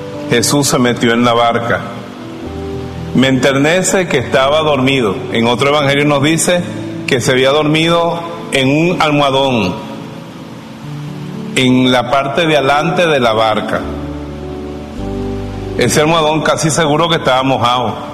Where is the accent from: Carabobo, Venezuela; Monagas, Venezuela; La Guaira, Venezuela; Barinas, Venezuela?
Carabobo, Venezuela; Bejuma; born there; now in Valencia, Venezuela; la Virgen del Carmen que está en Bejuma, en mi pueblo